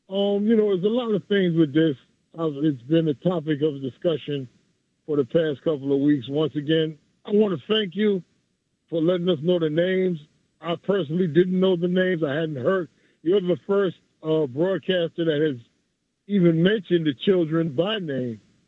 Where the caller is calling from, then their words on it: New York City, New York, United States; It's from Jamaica, Queens.